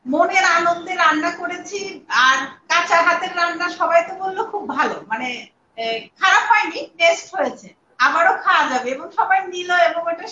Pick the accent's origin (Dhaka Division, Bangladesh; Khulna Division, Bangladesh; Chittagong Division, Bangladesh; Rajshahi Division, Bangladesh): Khulna Division, Bangladesh; Kushtia; আমি তো কুষ্টিয়ার মেয়ে, কুষ্টিয়ায় পড়ালেখা বড় হওয়া